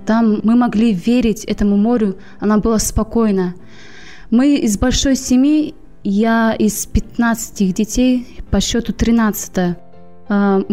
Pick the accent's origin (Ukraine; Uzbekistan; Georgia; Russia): Georgia; Gudauta, Abkhazia; now in South Carolina, United States; Ну, я родилась в Абхазии, эта местность называется Гудаута. Многие не знают, но это очень маленькое место. В областном она считается как Грузии. Эта местность очень красивая. Мы жили прямо около Черного